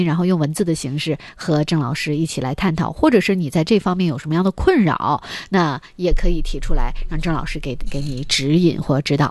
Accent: Inner Mongolia, China; moved away; 因为我家是内蒙古的嘛

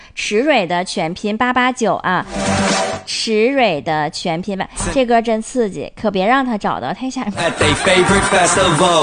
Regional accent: Northeast China, China; 咱们东北人买车这个问题啊

